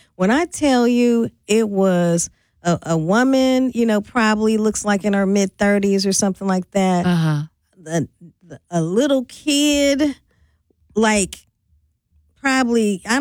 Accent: St. Louis, Missouri, United States; I'm originally from St. Louis.

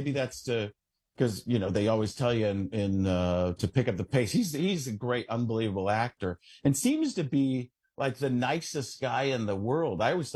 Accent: Milwaukee, Wisconsin, United States; also born or lived in Chicago; I grew up in Wisconsin. I was born in Chicago, grew up in the Milwaukee area, and I went up to Minnesota.

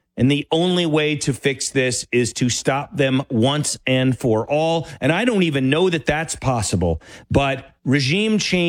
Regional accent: Denver, Colorado, United States; from Denver in for the awesome Guy Benson.

